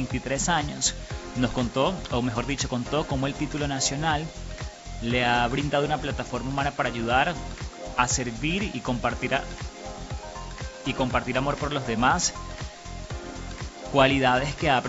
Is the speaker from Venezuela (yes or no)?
yes; Venezuela